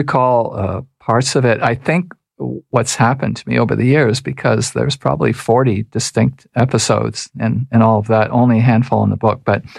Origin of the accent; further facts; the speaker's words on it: Toronto, Ontario, Canada; And I was raised in Toronto. This is not a place where I can remember ever being.